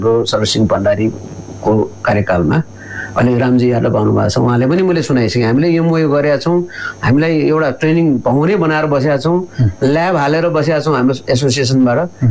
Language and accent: Nepali; Bhaktapur, Bagmati, Nepal; अब हामी खास पनि भक्तपुरको बासिन्दा हौँ होइन, यहाँ भक्तपुरहरूको एउटा कस्तो भन्दाखेरि गरगहनामा ठुलो योगदान छ.